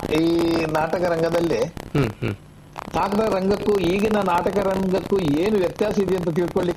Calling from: Udupi, Karnataka, India; ನಾನು ಉಡುಪಿ

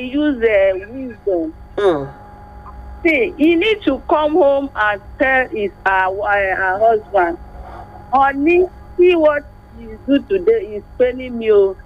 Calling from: Nigeria; I'm calling from Olulade.

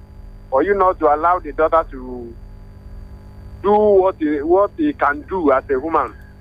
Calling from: Lagos, Nigeria; I'm calling from Lagos.

